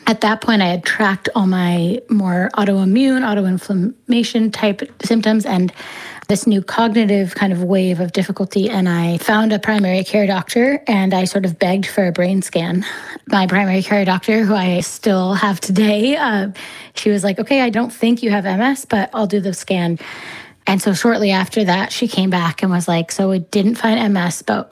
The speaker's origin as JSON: {"language": "English", "region": "East Coast", "country": "United States", "said": "I'm from the East Coast and things like that."}